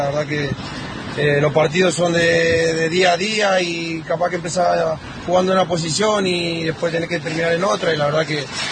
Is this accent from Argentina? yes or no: yes; Argentina; Uno como argentino, la gana siempre está de volver